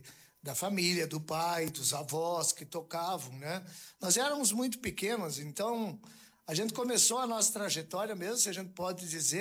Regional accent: Mormaço, Rio Grande do Sul, Brazil; E a vida foi crescendo, e eu sou natural do Mormaço, então nós morávamos lá.

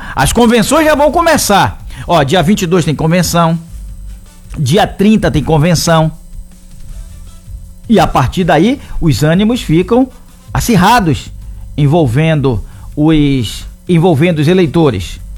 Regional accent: Salvador, Bahia, Brazil; Porque quando eu era pequeno lá em Paripe, eu lembro que a torcida aqui era Bahia e Vitória.

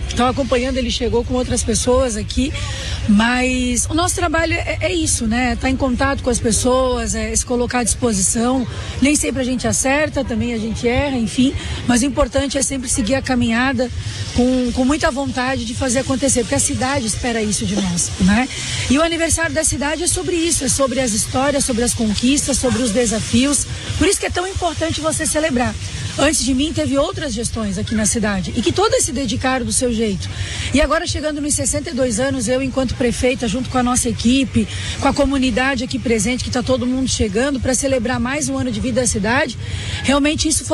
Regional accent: Balneário Camboriú, Santa Catarina, Brazil; born there; uma cidade, que é a minha terra natal, uma cidade que é referência em pontos positivos aí, mundo afora

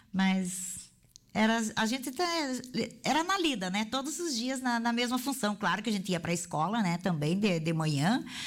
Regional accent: Tio Hugo, Rio Grande do Sul, Brazil; also born or lived in Ernestina; Bem, eu nasci no município de Ernestina, né? E sempre morei em Poligno do Herval. Antes pertencia a Vitor Greff. Hoje eu moro na cidade, na pequena cidade de Tio Hugo. Mas a Polino do Herval hoje pertence para Tio Hugo, né? Então, sempre morei ali, próximo.

